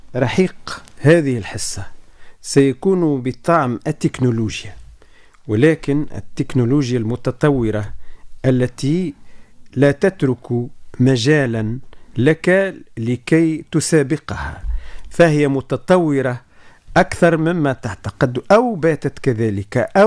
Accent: Tunisia; نحن كتونسيين

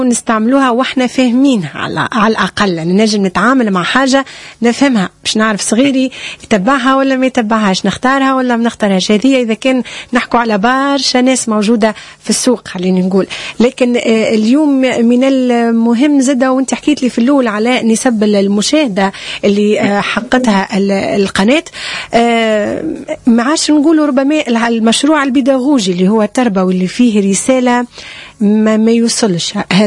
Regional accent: Tunisia

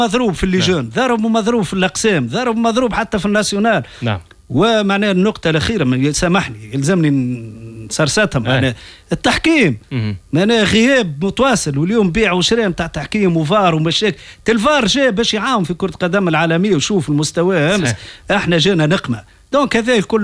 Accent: Tunisia; احنا اليوم في تونس

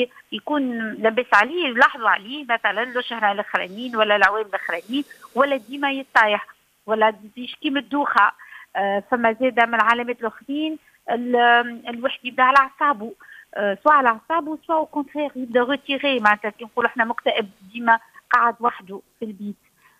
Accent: Tunisia; وإحنا عندنا في تونس دونك أطباء مكونين في اضطرابات النوم

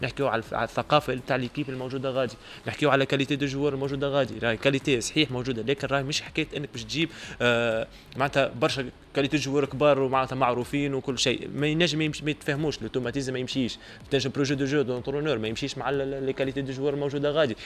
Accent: Tunisia; عندنا في تونس

